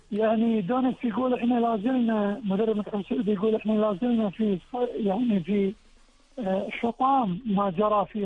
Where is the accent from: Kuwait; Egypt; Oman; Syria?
Kuwait